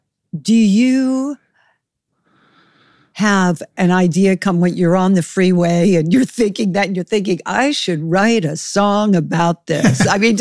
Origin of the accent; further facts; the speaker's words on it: Los Angeles, California, United States; Dave, I grew up in Los Angeles, so I know all about driving adventures.